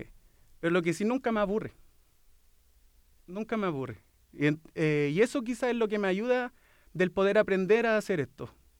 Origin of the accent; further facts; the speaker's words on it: Santiago, Santiago Metropolitan Region, Chile; born there; also born or lived in Conchalí; Tengo 30 años y soy de la comuna de Quilicura actualmente. Pero soy nacido en Conchalí. En Conchalí, en la población de Carlos Salas. Era un campamento anteriormente cuando yo vivía ahí. Y de allí me trasladé a Quilicura y en Quilicura ya viví mi adolescencia.